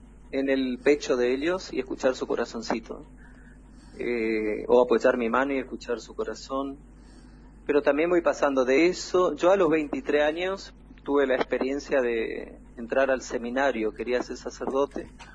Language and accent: Spanish; Paso de los Libres, Corrientes, Argentina; yo me crié desde niño acá en Libres